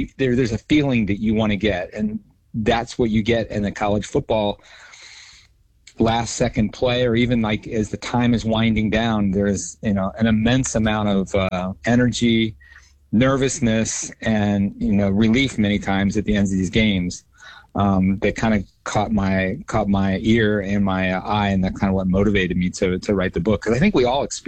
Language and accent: English; Kentucky, United States; I grew up in Northern Kentucky and was attached to Notre Dame as a fan in the early 70s